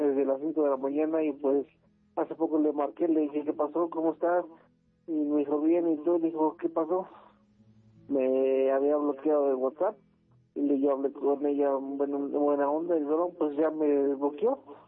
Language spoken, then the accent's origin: Spanish; Tulancingo, Hidalgo, Mexico; Es donde yo soy, originario de Tulancingo, Hidalgo.